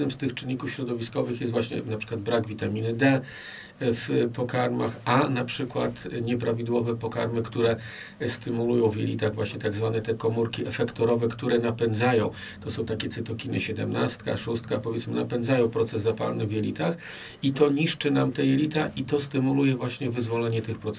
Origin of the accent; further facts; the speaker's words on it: Białystok, Podlaskie Voivodeship, Poland; dlatego że ja jestem w ogóle z Antoniuka, gdzie kiedyś był taki boisko włókniarza